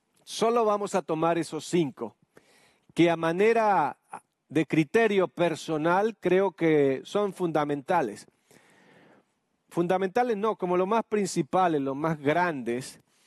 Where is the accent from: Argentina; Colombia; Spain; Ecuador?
Colombia; decimos en mi tierra, Colombia.